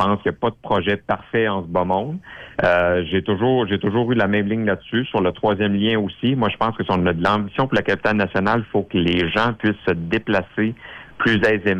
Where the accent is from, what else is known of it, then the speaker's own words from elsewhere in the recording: Lévis, Quebec, Canada; Moi, je suis originaire de Lévis